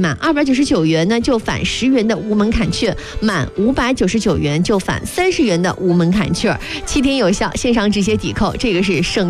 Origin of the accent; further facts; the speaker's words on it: Yichang, Hubei, China; 我们宜昌人实在太熟了